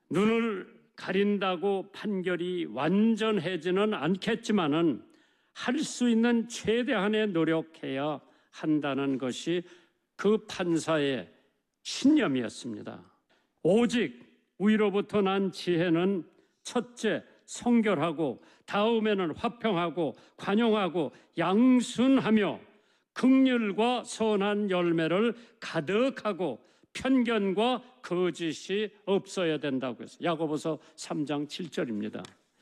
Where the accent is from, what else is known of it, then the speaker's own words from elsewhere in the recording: South Korea; 우리 한국 사람들은 generous 앨러스가 존경한다고 하지만은 제가 본 한국 사람들은 체면을 많이 생각을 해요.